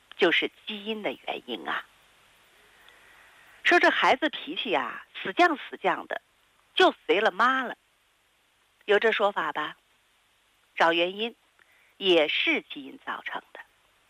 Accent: China; 你看我们中国人长得是眉清目秀，你看老外一看咱们就能看出来

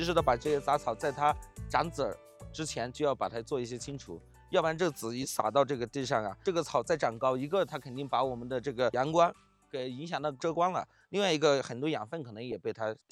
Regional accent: Lincang, Yunnan, China; 我老家是我们云南省临沧市的，为什么要读研究生？说实话，我们还是想留在更高的平台、更大的城市。但最后一个机缘巧合吧，但又回到了云南。

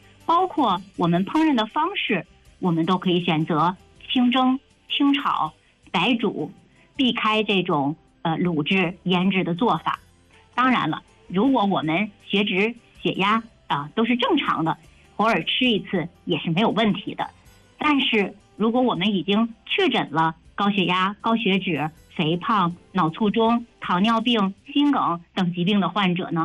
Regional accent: northern China, China; 我们北方人啊都喜好偏咸口

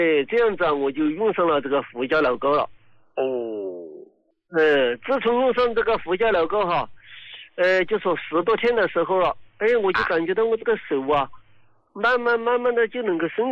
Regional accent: Sichuan, China; 胡老师啊，我是四川的一个听众。

